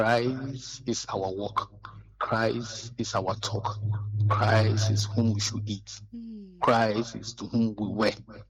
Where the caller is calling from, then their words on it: Tema, Greater Accra, Ghana; I'm calling from Tema.